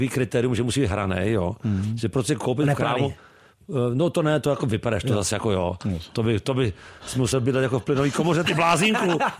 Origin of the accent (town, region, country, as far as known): Prague, Czechia; born or raised there